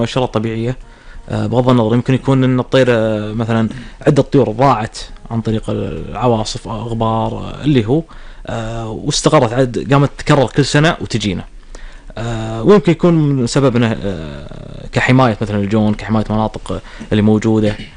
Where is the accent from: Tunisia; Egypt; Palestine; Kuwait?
Kuwait; عندنا بالكويت